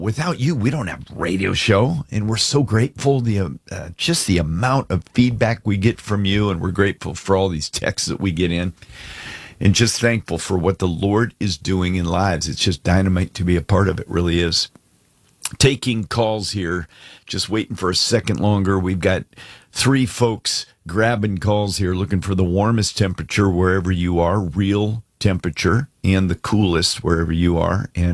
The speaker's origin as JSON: {"language": "English", "region": "Alaska", "country": "United States", "tie": "born or raised there", "said": "Well, let me just tell you, where I was raised in Alaska, 66 is called balmy."}